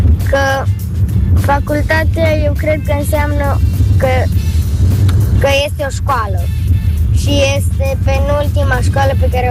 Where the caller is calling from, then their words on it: Arad, Arad County, Romania; am 9 ani, sunt din Arad.